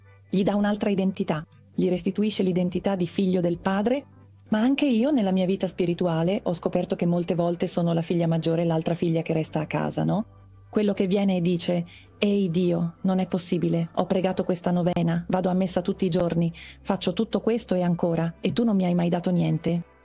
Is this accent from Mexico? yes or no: yes; Mexico; accent: Mexican; a causa del mio accento, sanno che sono messicano.